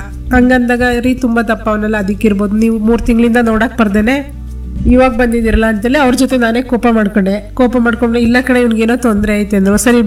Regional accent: Boothanahalli, Karnataka, India; ನನ್ನ ಸ್ವಂತ ಅವರು ಪ್ರಿಯಾಪಟ್ಟಣ ತಾಲೂಕು ಬೂತ್ನಳ್ಳಿ ಅಂತೇಳಿ. ನಾನು ಮದುವೆ ಆಗಿರೋದು ಹೆಚ್ ಡಿ ಕೋಟೆ ತಾಲೂಕು ಕೇಡ್ತೋರೆಗೆ.

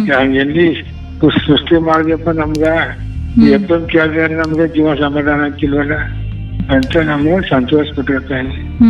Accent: Hosaholalu, Karnataka, India; ನಮ್ಮೂರು ಹೊಸಹೊಳಲು ಗ್ರಾಮ.

